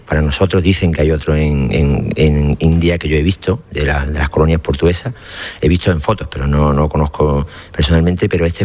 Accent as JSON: {"language": "Spanish", "country": "Morocco", "said": "Otros somos españoles, yo de Marruecos, otros andaluces."}